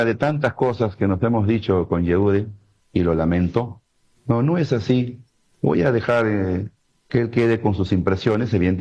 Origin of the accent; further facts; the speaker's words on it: Peru; Soy un peruano, una persona que no es perfecta